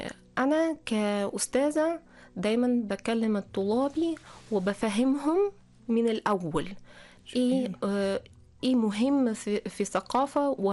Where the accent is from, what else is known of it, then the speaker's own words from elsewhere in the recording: Russia; Arabic is a second language; عندنا في روسيا شعوب مختلفة، في كازان، في شيشان